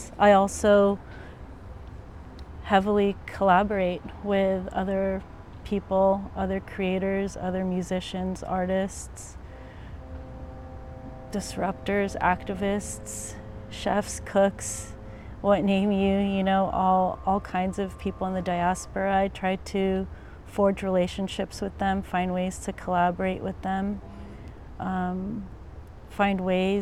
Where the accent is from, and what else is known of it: Philippines; also born or lived in New York / New Jersey / San Francisco; now in Oakland, United States